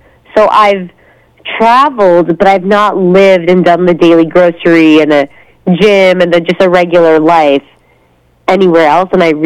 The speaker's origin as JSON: {"language": "English", "region": "New Jersey", "country": "United States", "tie": "born or raised there", "also_born_or_lived": "New York", "said": "adult life, I've only ever lived in the tri-state area, like New Jersey and New York. You know, I went to college in New York. I grew up in Jersey. I went back to Jersey, went back to New York. And I've been nowhere else as an adult to live."}